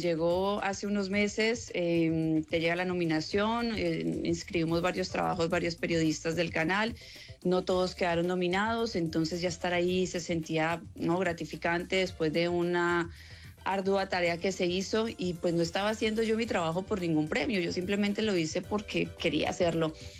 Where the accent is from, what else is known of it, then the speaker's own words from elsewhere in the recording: Cali, Valle del Cauca, Colombia; moved away as an adult; also born or lived in Argentina; now in San Diego, United States; muy contenta como colombiana